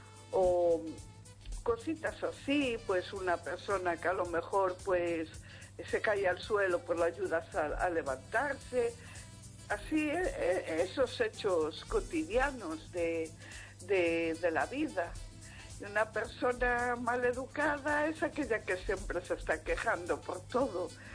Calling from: Vigo, Galicia, Spain

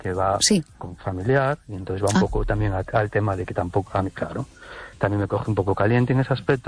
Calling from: Cologne, North Rhine-Westphalia, Germany

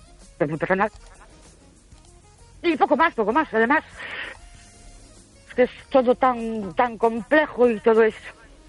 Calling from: Ourense, Galicia, Spain; de Ourense.

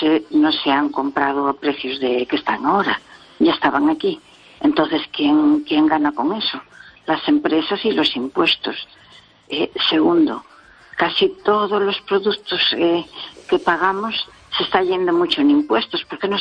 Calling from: Pontevedra, Galicia, Spain; Buenas noches. … de Pontevedra. ¿Qué tal?

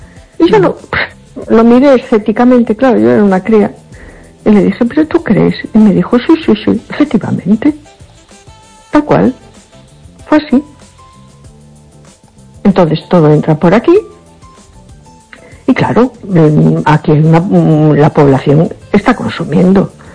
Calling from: A Coruña, Galicia, Spain; Hola, buenas noches. … de Coruña.

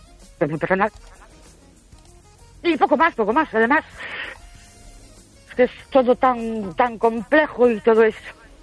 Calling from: Ourense, Galicia, Spain; de Ourense.

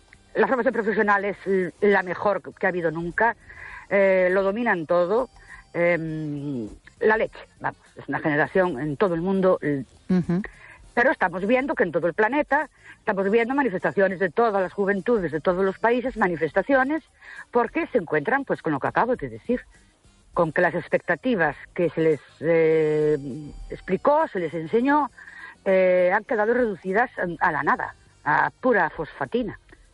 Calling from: Ourense, Galicia, Spain; Buenas noches … de Orense.

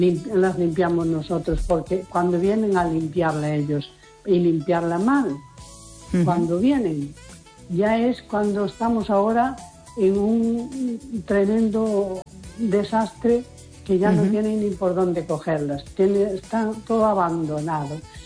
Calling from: A Coruña, Galicia, Spain; de la Coruña.

